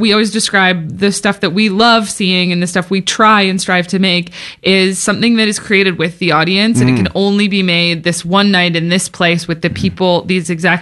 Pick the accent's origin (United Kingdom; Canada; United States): Canada; now in Toronto, Canada; I'm from Canada. We live in Toronto now.